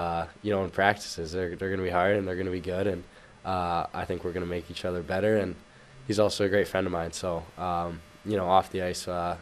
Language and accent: English; Vancouver, British Columbia, Canada; Yeah, he was on the Canucks for a couple of years there, and one of my buddies that I played with minor hockey